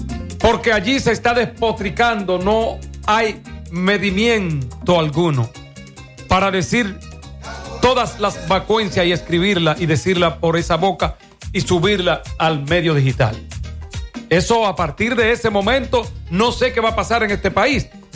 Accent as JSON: {"language": "Spanish", "country": "Dominican Republic", "said": "entendernos como buenos dominicanos"}